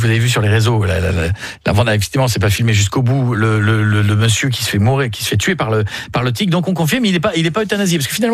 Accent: Hauts-de-France, France; Moi, j'ai grandi en Picardie, le risque était assez faible.

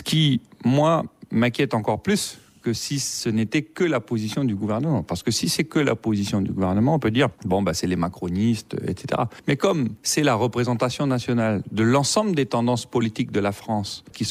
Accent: New Caledonia

